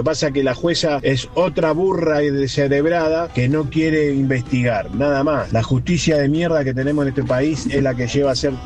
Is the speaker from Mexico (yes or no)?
no; Presidencia Roque Sáenz Peña, Chaco, Argentina; Buen día, … … de Sáez Peña.